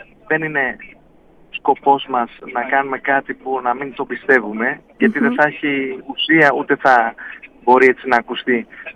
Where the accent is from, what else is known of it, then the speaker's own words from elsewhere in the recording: Athens, Attica, Greece; born there; γιατί είμαστε παιδιά της πόλης, μεγαλώσαμε στην Αθήνα οι περισσότεροι.